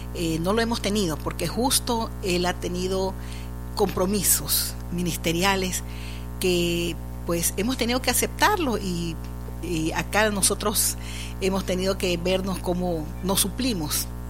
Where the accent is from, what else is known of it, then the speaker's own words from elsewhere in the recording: Guayaquil, Guayas, Ecuador; soy de Guayaquil, Ecuador, esposa de pastor, pastora también